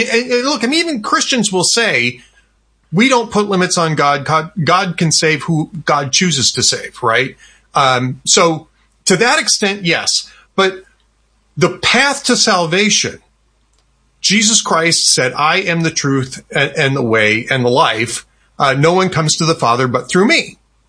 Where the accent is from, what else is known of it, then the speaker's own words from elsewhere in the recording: Los Angeles, California, United States; born there; moved away; it's actually my native land. I was born in Los Angeles